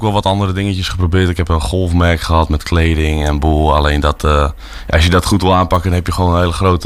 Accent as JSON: {"language": "Dutch", "town": "Harlingen", "region": "Friesland", "country": "Netherlands", "said": "ik kom uit Harlingen."}